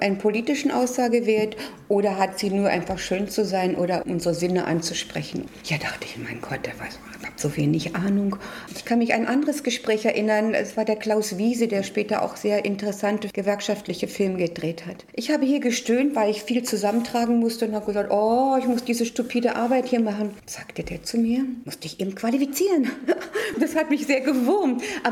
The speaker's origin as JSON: {"language": "German", "region": "Berlin", "country": "Germany", "tie": "born there", "said": "Ja, ich bin in den Luftschutzräumen der Reichskanzlei geboren, in der Vossstraße."}